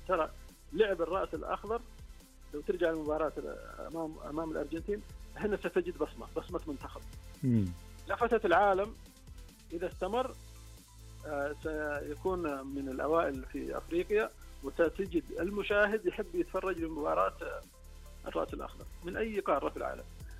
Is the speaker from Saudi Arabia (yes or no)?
yes; Saudi Arabia; إحنا عندنا في السعودية الحس المهاري موجود